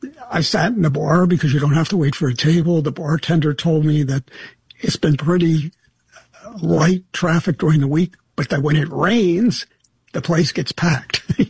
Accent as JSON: {"language": "English", "town": "Philadelphia", "region": "Pennsylvania", "country": "United States", "tie": "born or raised there", "moved": "yes", "lives_now": "Lancaster, United States", "said": "I grew up in Philadelphia, and when I grew up, Philadelphia had the largest concentration of Italians outside of Rome."}